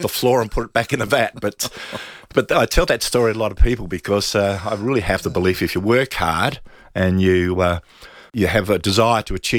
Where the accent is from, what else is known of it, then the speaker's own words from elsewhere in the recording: Adelaide, South Australia, Australia; also born or lived in Hindmarsh, South Australia; I was born in Hindmarsh and ended up, my family then lived in Kilkenny, and Chela Gardens was just the closest primary school.